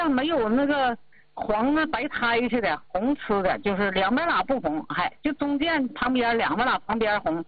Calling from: Tonghua, Jilin, China; 我来自通化的。

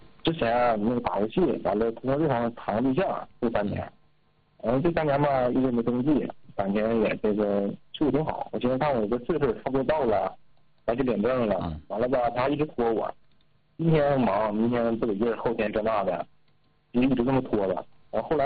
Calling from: Henan, China; 我是中原的。完吧，我今年是29

